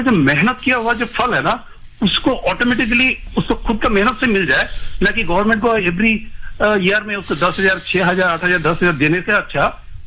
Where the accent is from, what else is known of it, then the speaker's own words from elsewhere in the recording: West Bengal, India; now in Thane, India; और मेरा native place है वेस्ट बंगाल, जहाँ पे सिंगूर टाटा नैनो हुआ था।